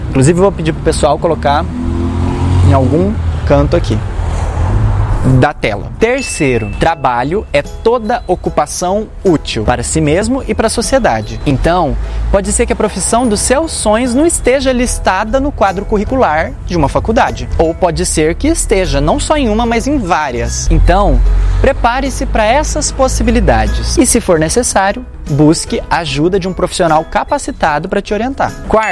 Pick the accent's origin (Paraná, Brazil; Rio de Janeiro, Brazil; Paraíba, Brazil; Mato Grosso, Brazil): Mato Grosso, Brazil; Cuiabá; Parem de zoar meu sotaque, por gentileza. Eu sou cuiabano.